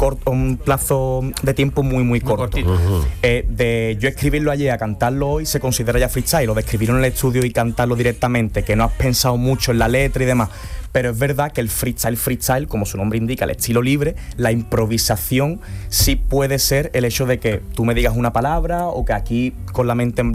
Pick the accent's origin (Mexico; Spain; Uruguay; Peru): Spain; somos los primeros españoles, por lo menos que he visto yo, en hacer esa temática de vídeo